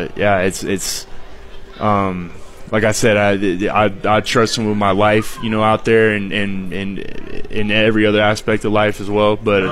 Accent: Houston, Texas, United States; we're both from the Houston area

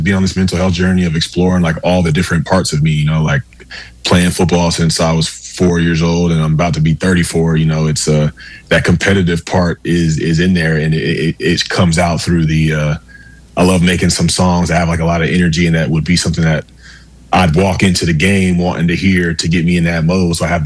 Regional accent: Atlanta, Georgia, United States; I grew up in the Atlanta area

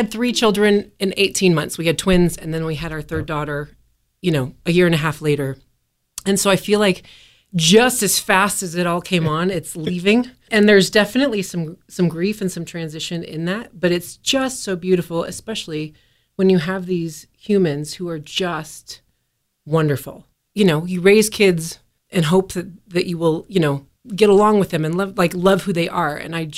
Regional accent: Colorado, United States; moved away as an adult; I am from the Front Range of Colorado, even though I've lived here since 2013. So what is that, 13 years? This is home, but it is always good to go home and put your feet in the dirt you came from.

